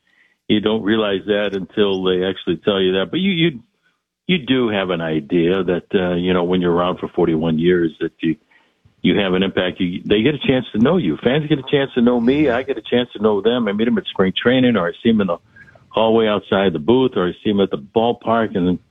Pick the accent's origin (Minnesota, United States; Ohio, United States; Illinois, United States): Illinois, United States; Chicago; moved away; growing up in Chicago and playing in a sandlot behind my house